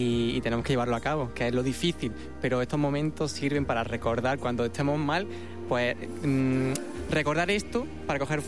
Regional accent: Granada, Andalusia, Spain; Yo soy de Granada y ella es de Córdoba, pero está viviendo en Toledo.

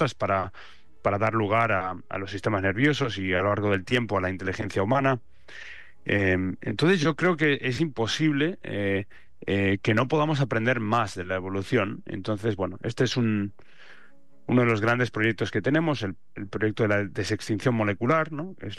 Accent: Spain; yo creo que todos como españoles, yo creo que, y como habitantes del mundo

